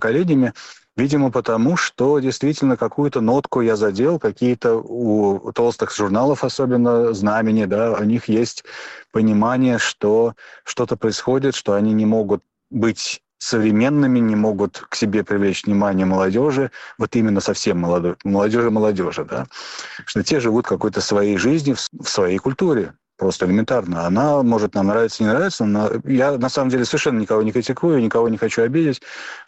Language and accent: Russian; Russia; moved away as an adult; Я сделал акцент на том, что я уехал из России 30 лет назад. То есть это был мой акцент. И еще сказал, что я считаю себя замороженным, застывшим в том 1996 году, когда я уехал.